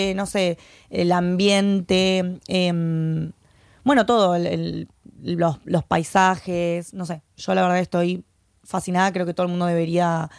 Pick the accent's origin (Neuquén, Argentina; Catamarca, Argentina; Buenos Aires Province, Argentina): Buenos Aires Province, Argentina; La Plata; moved away as an adult; now in Madrid, Spain; Yo soy de Buenos Aires, ¿vale? Precisamente de La Plata, que es la capital de Buenos Aires. Pero bueno, es muy cerquita, así que una especie de porteña soy.